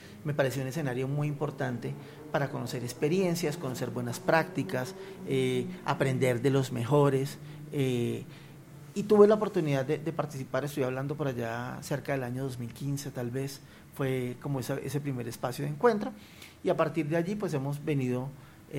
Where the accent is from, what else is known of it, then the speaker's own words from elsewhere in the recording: Los Llanos, Colombia; Bueno, yo me siento orgullosamente llanero, y sentirme orgullosamente llanero también me hace sentir orgulloso de mi cultura, ¿no? Y sí, me encanta el joropo, me gusta la música llanera. Coloco en mi perfil que soy llanero porque yo creo que hace parte de mi identidad